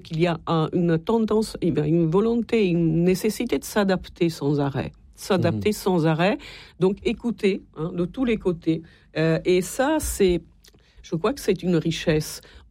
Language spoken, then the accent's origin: French; Italy; French is a second language; Vous savez, moi, je suis italienne, je ne viens pas d'un pays...